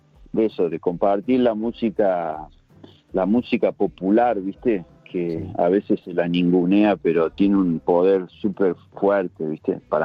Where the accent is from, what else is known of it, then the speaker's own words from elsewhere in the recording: Córdoba, Argentina; Sí, bueno, mira, en mi caso, yo soy de Córdoba, Argentina